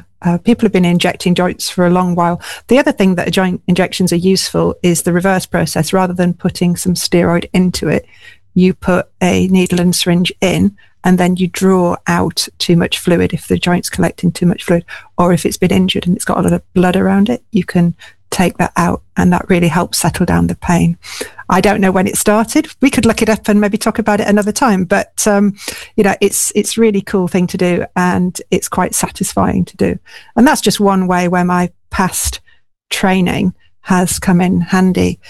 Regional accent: Hull, Yorkshire and the Humber, United Kingdom; I grew up in Hull

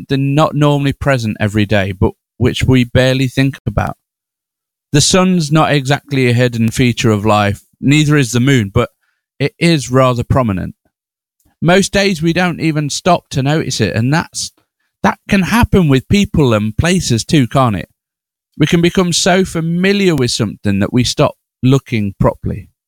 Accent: United Kingdom; being a British man

